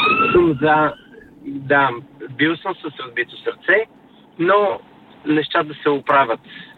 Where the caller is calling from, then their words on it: London, United Kingdom; съм от Лондон